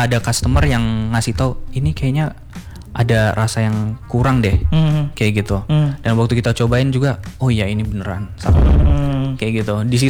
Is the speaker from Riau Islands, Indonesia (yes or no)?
yes; Batam, Riau Islands, Indonesia; moved away as an adult; also born or lived in Jakarta / Bogor / Melbourne, Australia; Aku itu besar di Batam, terus tapi lahirnya di Jakarta.